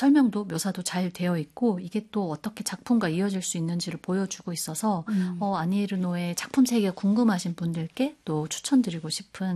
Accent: South Korea; moved away; 저의 그 시골에서 나고 자란 바탕이 있기 때문이기도

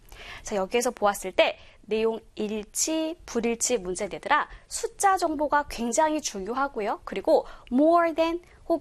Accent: South Korea; 한국인으로서

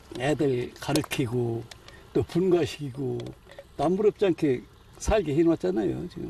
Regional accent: Seosan, South Chungcheong, South Korea; 그래도 옛날부터 내 고향이니까

